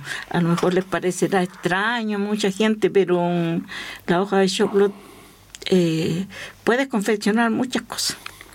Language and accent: Spanish; Villa Alegre, Maule, Chile; yo soy de nací y criada en Villa Alegre.